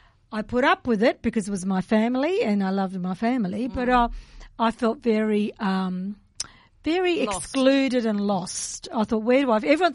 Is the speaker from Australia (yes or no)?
yes; Australia; non mi piaceva essere italiana at all, ok? Però come Angela, io era naturalized Australian, so in my head sono australiana, non sono italiana, what am I really, you know?